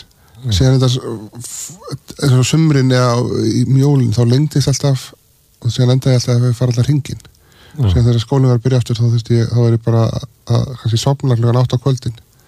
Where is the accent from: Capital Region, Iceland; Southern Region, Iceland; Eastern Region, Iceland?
Capital Region, Iceland; Reykjavík; Ég man eftir að ég ólst upp á Norðurstíg sem er svona lítil gata í vestur miðbænum.